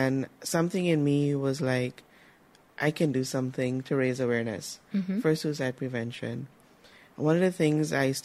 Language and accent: English; Berbice, Guyana; I am 30 years old. I'm from Barbies, a proud Barbiesian.